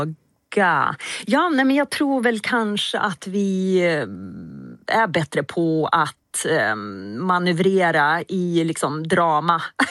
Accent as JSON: {"language": "Swedish", "town": "Robertsfors", "region": "Västerbotten County", "country": "Sweden", "tie": "born or raised there", "also_born_or_lived": "Stockholm", "moved": "yes", "lives_now": "Robertsfors, Sweden", "said": "väljer ändå den plats där man växte upp för att landa mjukt. Och det har vi verkligen fått göra."}